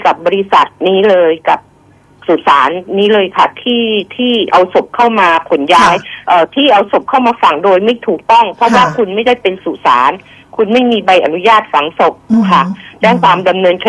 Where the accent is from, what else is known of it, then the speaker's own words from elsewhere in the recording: Chachoengsao, Thailand; ดิฉันคนฉะเชิงเทราค่ะ